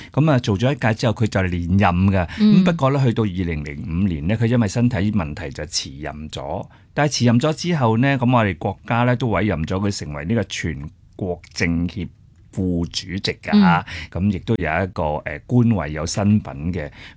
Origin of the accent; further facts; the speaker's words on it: Hong Kong; 我哋香港人